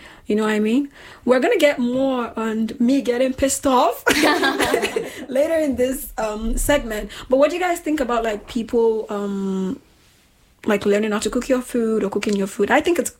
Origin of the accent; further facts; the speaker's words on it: Nigeria; When I meet people and I say I'm from Nigeria, they're like, oh, jollof rice, right?